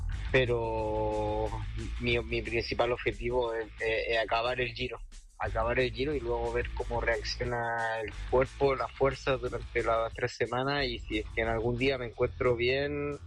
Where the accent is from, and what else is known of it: El Quisco, Valparaíso, Chile